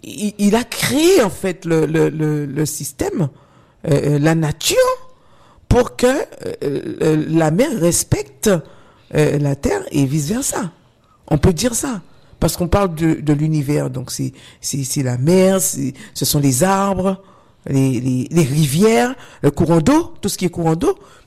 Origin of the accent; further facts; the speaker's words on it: Guadeloupe; chez nous en Guadeloupe.